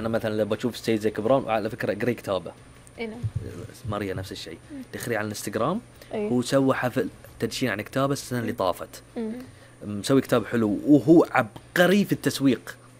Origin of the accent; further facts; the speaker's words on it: Bahrain; احنا عندنا اصاله وعراقه كبحرينيين